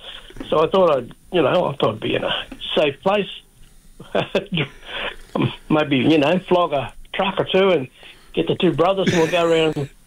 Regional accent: Bundaberg, Queensland, Australia; born there; now in Sydney, Australia; And on my mother's side, I'm from Bundaberg North. Around that area, I was born on my mother's country in Bundaberg there.

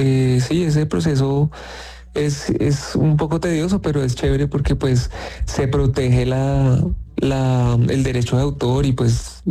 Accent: Colombia; pero como buen colombiano dije, claro, hombre, sí, me extraña.

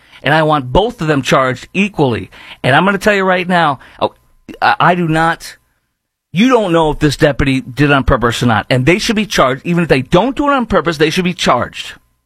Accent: Chicago, Illinois, United States; my hometown of Chicago

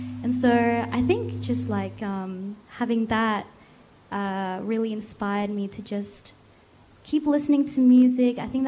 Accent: Indonesia; also born or lived in Bali; So I grew up in Indonesia, and one of the places that I lived was in Bali.

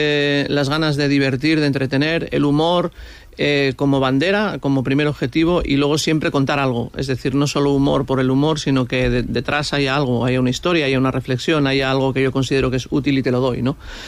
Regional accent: San Sebastián, Basque Country, Spain; yo soy de Donosti

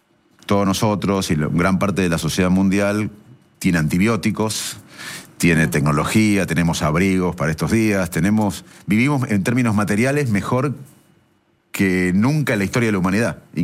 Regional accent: Salto, Buenos Aires Province, Argentina; born there; moved away; also born or lived in Arroyo Dulce / Cambridge; aprendí inglés de grande, porque por suerte en Arroyo Dulce y en Salto aprendí castellano.

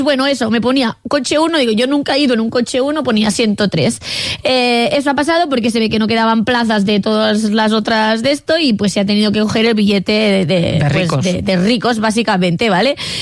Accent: Catalonia, Spain; Evidentemente, yo pensaba que no podía ser más catalana, pues... Pues ahora soy más catalana aún.

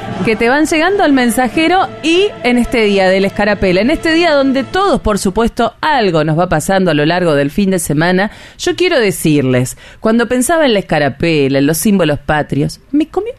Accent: Córdoba, Argentina

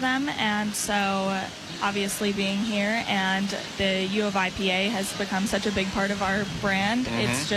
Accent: Champaign, Illinois, United States; I'm born and raised Champaign, Illinois.

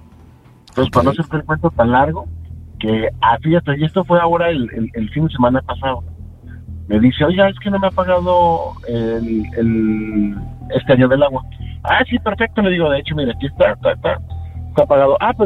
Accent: Torreón, Coahuila, Mexico; moved away

